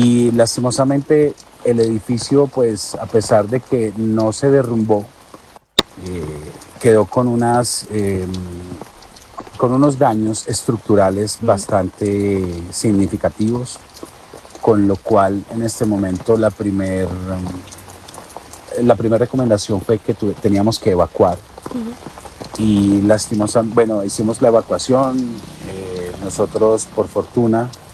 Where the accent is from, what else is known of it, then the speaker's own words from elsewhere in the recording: Pereira, Risaralda, Colombia; nosotros como colombianos, como pereiranos